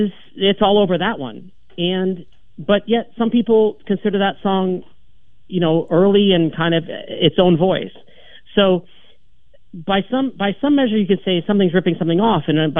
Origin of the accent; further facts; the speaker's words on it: United States; The other factor was we were American